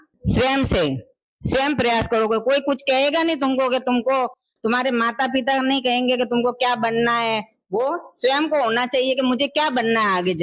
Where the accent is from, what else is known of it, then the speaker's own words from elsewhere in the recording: Rohida, Rajasthan, India; मैं भी गांव में पली बड़ी हूँ। मेरा जन्म भी रोहिड़ा गांव में हुआ था जो सिरोही डिस्ट्रिक्ट में है। और मैं, मेरे माता पिता के हम 6 संतान थे, उसमें हम 3 भाई और 3 बहने